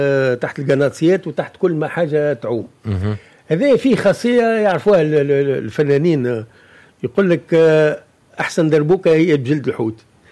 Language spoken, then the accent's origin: Arabic; Mahdia, Mahdia Governorate, Tunisia; احنا شولة عندنا في الساحل في المهدية راتشولا